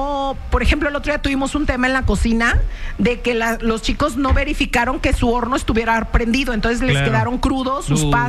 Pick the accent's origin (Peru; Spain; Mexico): Mexico; Guadalajara, Jalisco; Claro, yo soy de Guadalajara.